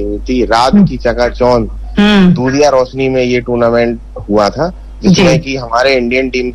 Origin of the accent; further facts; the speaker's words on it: Jhansi, Uttar Pradesh, India; मैं झांसी का रहने वाला हूँ